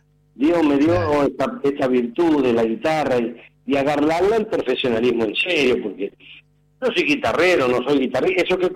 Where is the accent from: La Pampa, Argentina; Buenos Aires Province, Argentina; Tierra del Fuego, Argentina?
Buenos Aires Province, Argentina; Valeria del Mar; also born or lived in General Madariaga; yo me crié en un hostel de Valeria del Mar, Pinamar